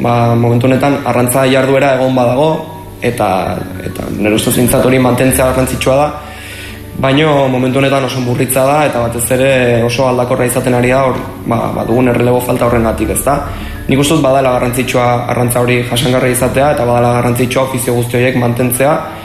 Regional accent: Pasaia, Basque Country, Spain; gure herrira

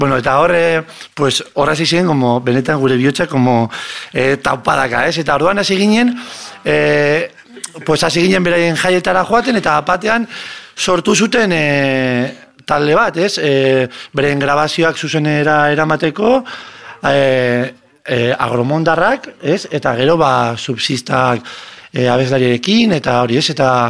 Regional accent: Bilbao, Basque Country, Spain; en plan, haupa, Bilbokoak gara

